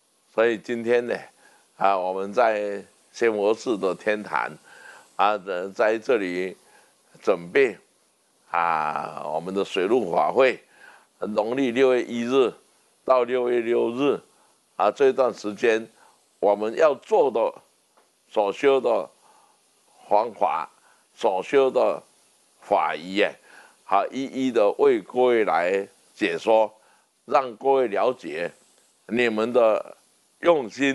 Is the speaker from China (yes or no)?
no; Taiwan